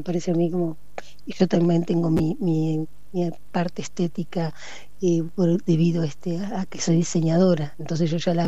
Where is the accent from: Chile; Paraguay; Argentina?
Argentina; General La Madrid, Buenos Aires Province; also born or lived in La Plata; now in City Bell, Argentina; Yo soy de General La Madrid